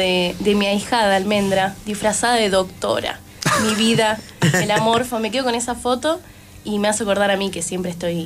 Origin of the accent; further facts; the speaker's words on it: Rosario, Santa Fe, Argentina; Soy de Rosario, bien. Sí. De la parte céntrica de Rosario y tengo 23 años. A fin de mes cumplo 24